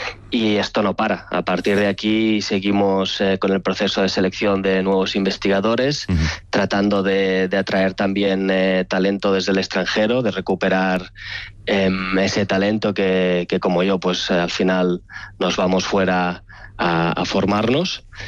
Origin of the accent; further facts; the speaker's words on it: Barcelona, Catalonia, Spain; moved away as an adult; yo soy de Barcelona. Estuve muchos años fuera en el extranjero formándome